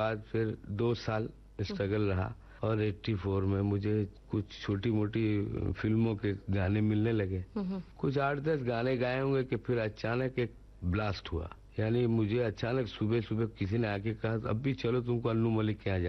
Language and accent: Hindi; Kolkata, West Bengal, India; मैं कलकत्ते का ही हूँ, वहीं पैदा हुआ, पला बढ़ा और बड़ा ही मजहबी किस्म का खानदान है हमारा, रिलीजियस टाइप, सादा लोग बिल्कुल